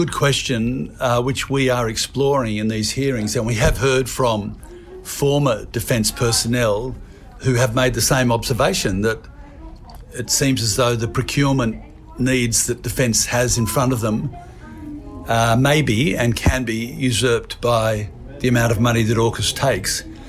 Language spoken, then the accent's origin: English; Australia; as Australian people